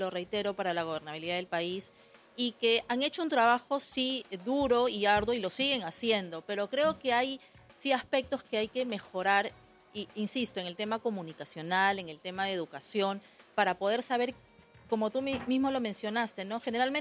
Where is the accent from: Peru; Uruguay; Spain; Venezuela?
Peru; Ya conocemos cómo somos los peruanos